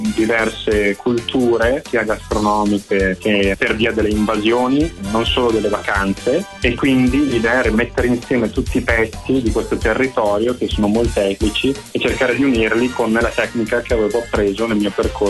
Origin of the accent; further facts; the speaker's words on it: Valeggio sul Mincio, Veneto, Italy; moved away as an adult; Finita la scuola nel mio paesino, che è Valeggio sul Mincio, decido di partire per le mie esperienze, quindi intraprendo dei viaggi nei migliori ristoranti che avevo selezionato allora.